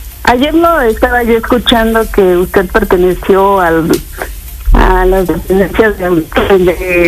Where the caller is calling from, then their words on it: Puebla, Mexico; Casi, casi somos como de la Sierra Norte.